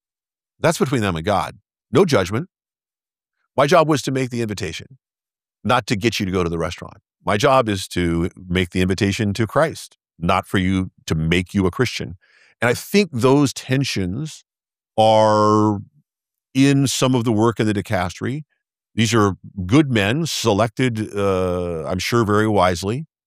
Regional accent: United States; As an American, that's the ideal candidate.

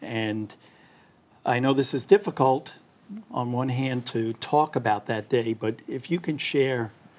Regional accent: New York, United States; I don't know if it's just being a New Yorker that makes it hard or harder.

